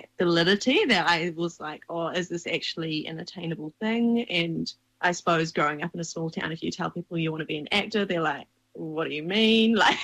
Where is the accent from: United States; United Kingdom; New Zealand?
New Zealand; Pahiatua, Manawatū-Whanganui; So I grew up in Pahiatoa, which is a small town like 30 minutes from Palmy.